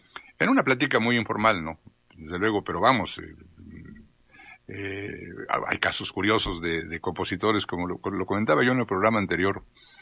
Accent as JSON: {"language": "Spanish", "country": "Mexico", "said": "que hoy nos llena de orgullo. ¿Y sabes qué? Que nos da un sentido de pertenencia como mexicanos."}